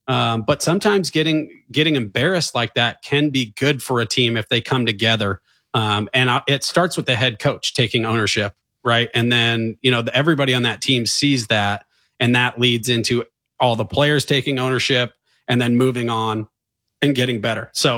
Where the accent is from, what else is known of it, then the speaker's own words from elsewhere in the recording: Seattle, Washington, United States; I'm from Seattle.